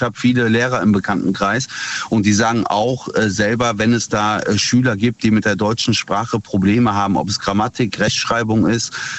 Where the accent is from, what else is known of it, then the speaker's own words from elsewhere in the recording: North Rhine-Westphalia, Germany; Ich bin aus der Nähe von Bonn.